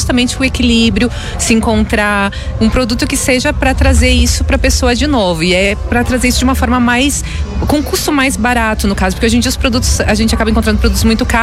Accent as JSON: {"language": "Portuguese", "town": "Farroupilha", "region": "Rio Grande do Sul", "country": "Brazil", "said": "nós somos de Farroupilha mesmo"}